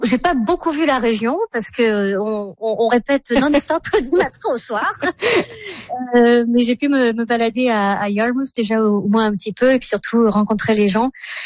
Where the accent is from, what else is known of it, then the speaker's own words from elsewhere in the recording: Provence-Alpes-Côte d'Azur, France; now in Düsseldorf, Germany; moi je suis française de la Côte d'Azur, mais j'habite à Düsseldorf